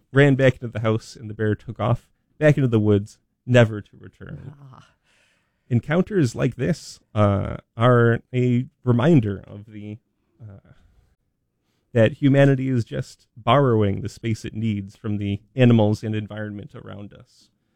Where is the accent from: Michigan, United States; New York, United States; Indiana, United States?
New York, United States; I grew up in Western New York